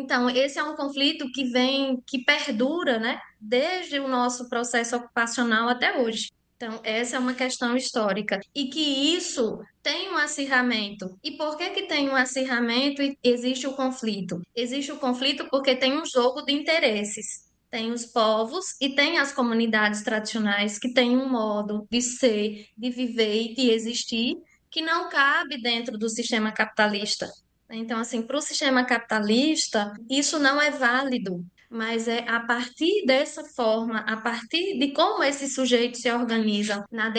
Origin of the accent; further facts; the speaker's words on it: Northeast Region, Brazil; eu venho do Nordeste.